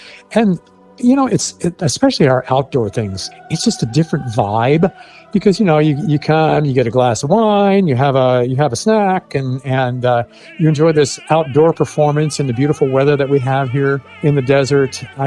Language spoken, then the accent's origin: English; Tulsa, Oklahoma, United States; I grew up in Tulsa